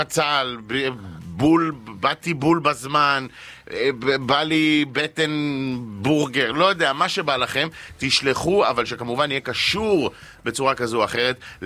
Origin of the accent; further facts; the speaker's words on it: Eilat, Southern District, Israel; בתור אילתי